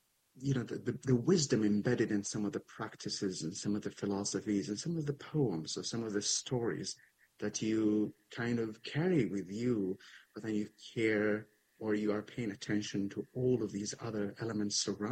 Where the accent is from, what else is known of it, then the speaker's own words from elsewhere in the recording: Tindouf Province, Algeria; growing up in a refugee camp and still living in it